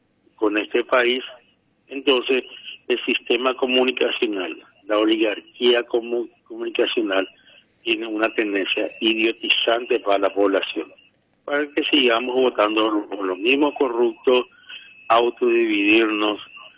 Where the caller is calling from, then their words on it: Paraguay; somos los paraguayos impertinentes, intrusos, arribeños de nuestra propia tierra